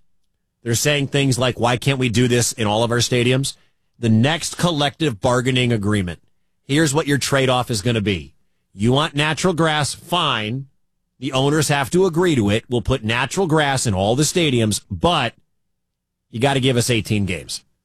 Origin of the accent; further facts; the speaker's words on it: Detroit, Michigan, United States; Shout out to my hometown, Detroit.